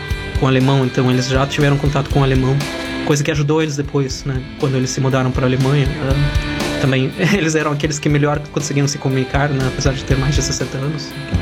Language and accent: Portuguese; Transnistria, Moldova; born there; first language Russian; Portuguese is a second language; moved away; família toda nasceu na Moldávia, alguns na Bessarábia, que é a parte da Moldávia atual, outros na Transnistria, que é onde eu nasci, que é essa região separatista, né? Nós em casa falávamos russo